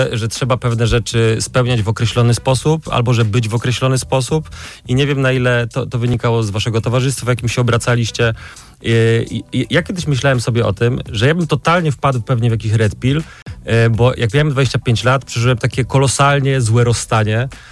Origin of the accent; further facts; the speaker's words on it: Wałbrzych, Lower Silesian Voivodeship, Poland; bo jestem z Wałbrzycha w ogóle, z bardzo mniejszego miasta.